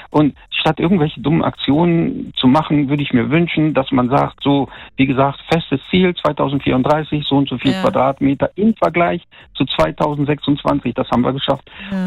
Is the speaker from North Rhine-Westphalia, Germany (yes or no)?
yes; North Rhine-Westphalia, Germany; ich komme ja aus NRW und da ist die Wohngesellschaft LEG.